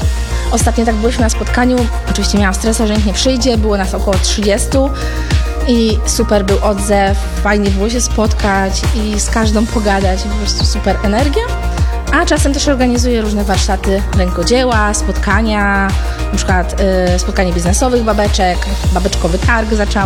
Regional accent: Tricity, Pomeranian Voivodeship, Poland; wszystkie jesteśmy babeczkami z Trójmiasta

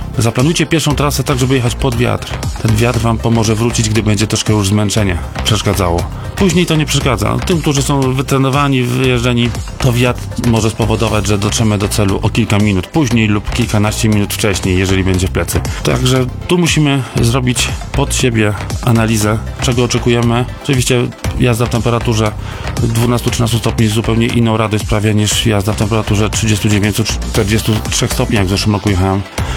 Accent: Rzeszów, Subcarpathian Voivodeship, Poland; W 1999 roku nad Morzem Bałtyckim, zapytany przez turystów z innych namiotów skąd jestem, powiedziałem Rzeszowa.

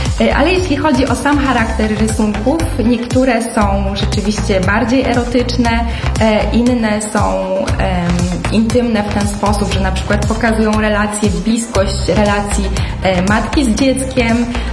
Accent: Kalisz, Greater Poland Voivodeship, Poland; tutaj do Kalisza, do jego mojego rodzinnego miasta.

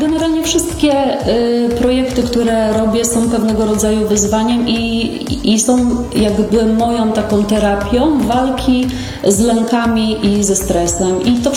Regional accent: Babimost, Lubusz Voivodeship, Poland; to nasze koło gospodyń Babi Mojszczanki, ponieważ pochodzimy z Babimostu i stąd ta nazwa, jest bardzo współczesnym kołem.

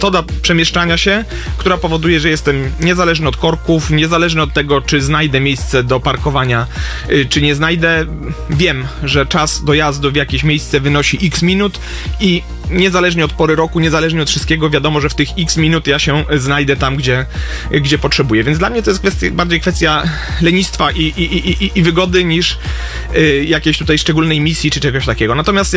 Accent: Kielce, Świętokrzyskie Voivodeship, Poland; U nas w Kielcach

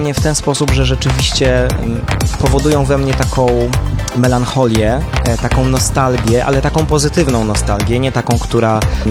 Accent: Tychy, Silesian Voivodeship, Poland; moved away as an adult; also born or lived in Wrocław / Kraków; Tychy są znaczącym miastem w tej metropolii i miastem, w którym się urodziłem, w którym się wychowałem i do którego po paru tych latach, już po skończeniu studiów i po takim ustatkowaniu się i osiągnięciu tej pełni samodzielności wróciłem

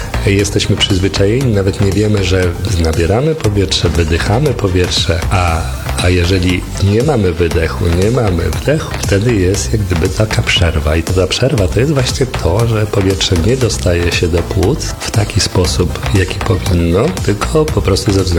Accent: Warsaw, Masovian Voivodeship, Poland; born there

